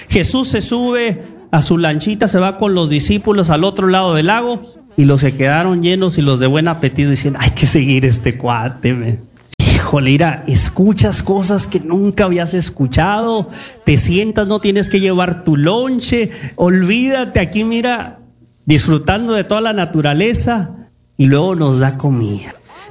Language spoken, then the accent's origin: Spanish; Tijuana, Baja California, Mexico; en Tijuana, soy de Tijuana, de aquellas.